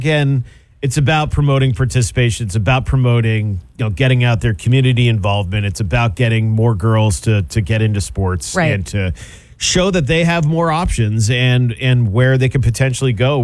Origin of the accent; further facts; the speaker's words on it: Portland, Maine, United States; I grew up in Greater Portland, and I went to tons of games growing up.